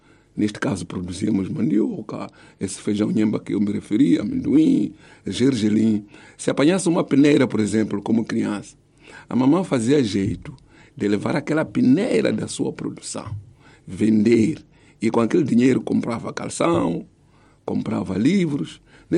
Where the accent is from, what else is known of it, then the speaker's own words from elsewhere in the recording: Manjacaze District, Gaza, Mozambique; born there; eu sou moçambicano, nascido na província de Gaza, distrito de Matlakazi, na zona de Mangunzi, concretamente em Escozinho.